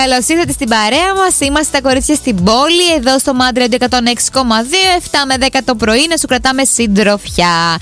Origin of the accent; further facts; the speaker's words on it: Milos, South Aegean, Greece; Είμαι από Μήλο και τα σπίτια είναι στα ύψη φουλ.